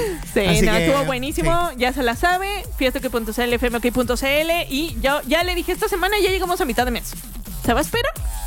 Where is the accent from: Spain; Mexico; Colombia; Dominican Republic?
Mexico; Además tengo familia ya como buena mexicana.